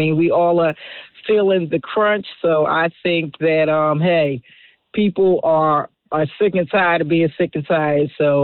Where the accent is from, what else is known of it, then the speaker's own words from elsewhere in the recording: Philadelphia, Pennsylvania, United States; I'm from Philadelphia, which is, again, everybody knows, a stone throw away from Baltimore.